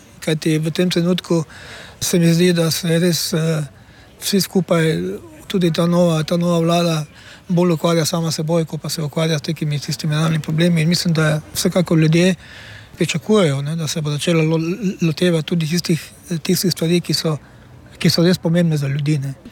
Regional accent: Styria, Slovenia; kot pravimo Štajerci, Gleichschaltunge

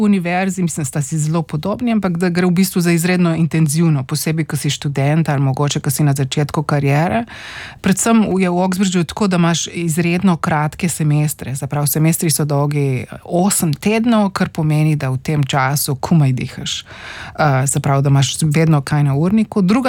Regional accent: Postojna, Littoral–Inner Carniola, Slovenia; Jaz sem odraščala v Postojni, se pravi pri, oziroma bom rekla splošno na Primorske

